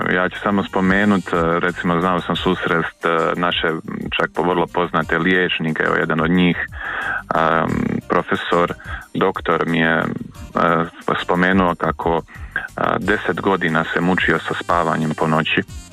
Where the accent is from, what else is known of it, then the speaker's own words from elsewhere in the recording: Croatia; ovdje kod nas u Hrvatskoj, evo dok sam bio u Libanonu